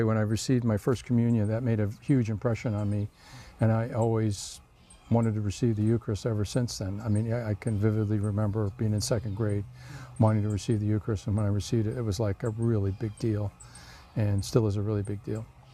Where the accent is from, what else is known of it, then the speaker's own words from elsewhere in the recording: Michigan, United States; you know, I'm from Michigan originally.